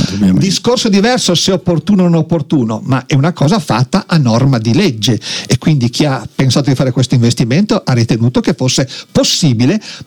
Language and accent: Italian; Cislago, Lombardy, Italy; io che vengo da Cislago